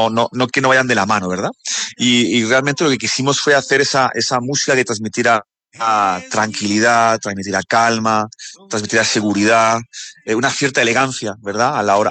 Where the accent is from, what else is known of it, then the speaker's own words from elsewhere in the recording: Alicante, Valencian Community, Spain; pero Bogotá es la primera ciudad que estuvo fuera, digamos, de mi ciudad natal, que es Alicante, donde sentí esa sensación de pertenecer a algo.